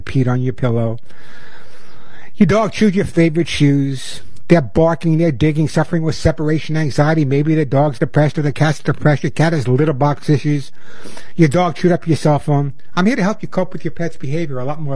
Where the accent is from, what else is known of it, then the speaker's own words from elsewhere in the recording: New York, United States; I grew up on Long Island. I know I lost my accent, but I grew up on Long Island. I'm a New Yorker originally